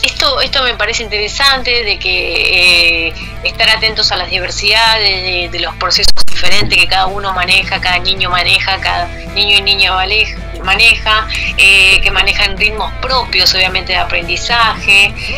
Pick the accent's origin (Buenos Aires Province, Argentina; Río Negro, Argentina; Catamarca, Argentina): Buenos Aires Province, Argentina; General Rodríguez; yo soy acá de Rodríguez